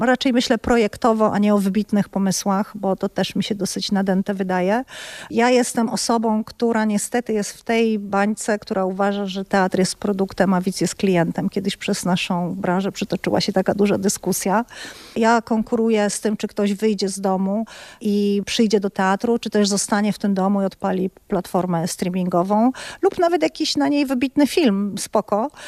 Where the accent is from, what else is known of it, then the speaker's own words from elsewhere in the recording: Poznań, Greater Poland Voivodeship, Poland; moved away as an adult; now in Gdańsk, Poland; ja z Poznania